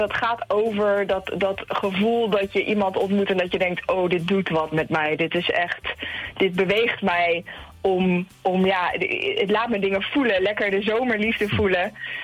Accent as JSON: {"language": "Dutch", "town": "Raalte", "region": "Overijssel", "country": "Netherlands", "tie": "born or raised there", "also_born_or_lived": "Nijmegen / Enschede", "lives_now": "Olst, Netherlands", "said": "Nee, geboren en opgegroeid in Raalte. Ik woon nu in Olst sinds een paar jaar..."}